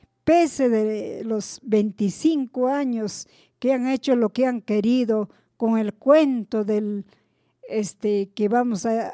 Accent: Peru; no hay que ser racista y desagradecidos como peruanos.

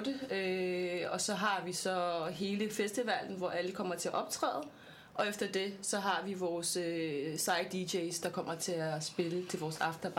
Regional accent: Tanzania; Jeg er jo ikke... Jeg er fra Tanzania.

